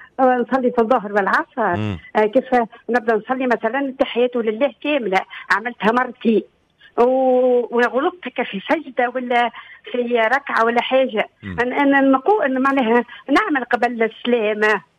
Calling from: Msaken, Sousse Governorate, Tunisia; من مساكن.

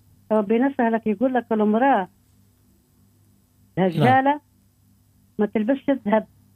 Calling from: Djerba, Medenine, Tunisia

